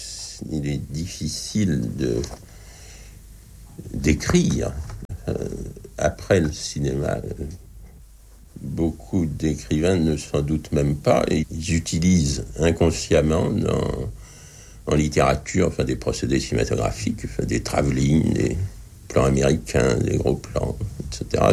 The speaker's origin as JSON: {"language": "French", "town": "Le Havre", "region": "Normandy", "country": "France", "tie": "born or raised there", "said": "des personnages que j'ai connus dans mon enfance au Havre."}